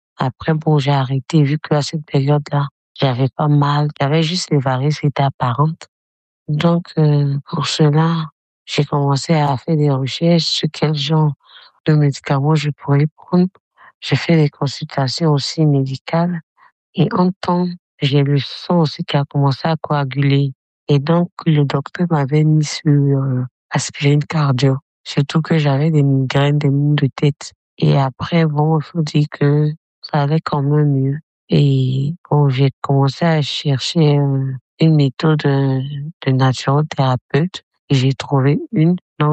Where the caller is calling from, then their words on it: Abidjan, Côte d’Ivoire; j'ai 40 ans et j'appelle depuis Abidjan.